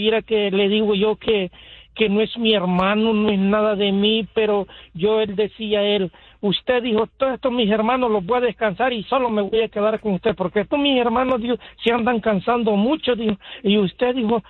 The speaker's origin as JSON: {"language": "Spanish", "country": "Honduras", "said": "Mire, Mayrita, yo fique, yo soy de Honduras"}